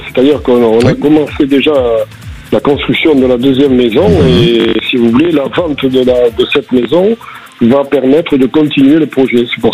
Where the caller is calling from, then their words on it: Landes, Nouvelle-Aquitaine, France; Je vous appelle des Landes